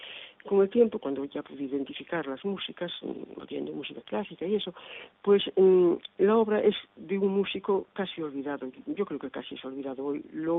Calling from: Galicia, Spain; Saludos, Ana y Fernando. … soy de Galicia, más concretamente de la provincia de A Coruña.

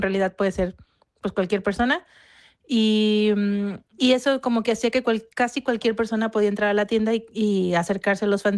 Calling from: Mexico

